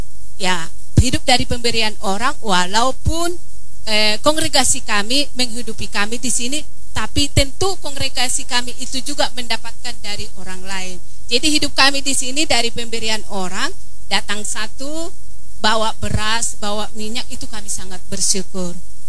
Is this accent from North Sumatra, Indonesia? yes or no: yes; North Sumatra, Indonesia; Saya dari Sumatera, orang Batak.